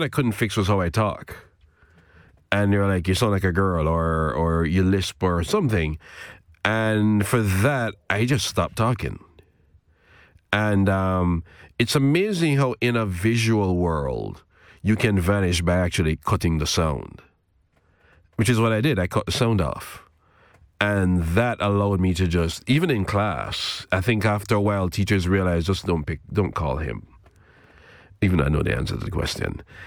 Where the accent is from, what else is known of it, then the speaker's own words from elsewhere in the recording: Portmore, Saint Catherine, Jamaica; also born or lived in Kingston; Wow, I was Kingston adjacent, actually. I was in a suburb called Portmore.